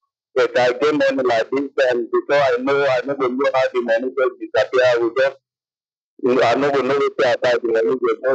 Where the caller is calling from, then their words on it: Agbara, Lagos, Nigeria; I'm calling from Agbara, Lagos State, here, sir.